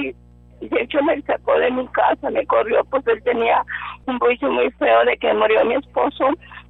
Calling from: Matamoros, Tamaulipas, Mexico; de aquí de Matamoros

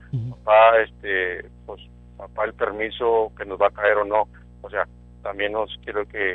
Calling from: Montemorelos, Nuevo León, Mexico; Soy de Montemorelos

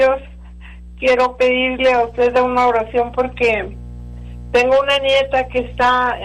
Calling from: Del Rio, Texas, United States

